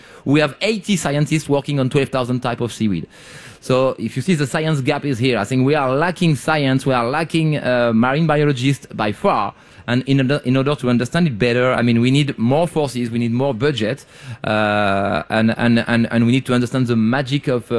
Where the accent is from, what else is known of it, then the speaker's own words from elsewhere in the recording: France; English is a second language; On the other hand, I come from France and I come from France.